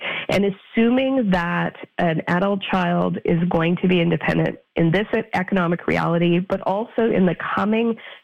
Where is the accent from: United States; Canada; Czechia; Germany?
Canada; born there; also born or lived in Saskatchewan / Yukon; I grew up in Saskatchewan and the Yukon, so very, very rural parts of Canada.